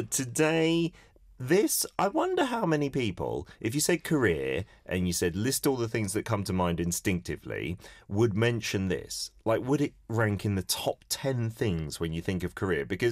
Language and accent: English; London, United Kingdom; moved away as an adult; now in Seoul, South Korea; Because I grew up in North London, and even now, there's not a massive population of Koreans in London compared to the West Coast.